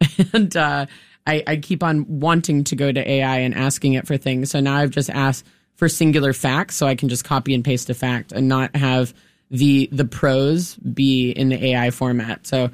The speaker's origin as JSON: {"language": "English", "region": "Texas", "country": "United States", "tie": "born there", "said": "I know. I was born in Texas."}